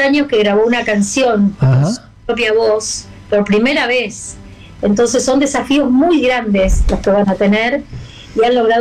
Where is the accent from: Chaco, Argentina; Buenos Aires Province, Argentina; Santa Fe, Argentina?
Santa Fe, Argentina; Rosario; qué mejor que tener mi propia academia en mi ciudad natal.